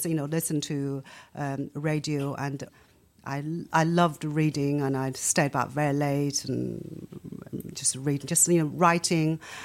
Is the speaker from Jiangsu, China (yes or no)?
yes; Nanjing, Jiangsu, China; accent: Nanjing; English is a second language; I'm from Nanjing, where people cannot differentiate between L and N.